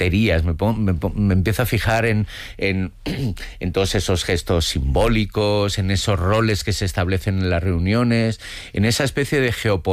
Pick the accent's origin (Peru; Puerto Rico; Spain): Spain; Yo fui educado en una clase social, como muchos españoles nacidos de padres emigrantes, las periferias industriales de las grandes ciudades, los años 70, y nací en esa clase social y ya no pertenezco a esa clase social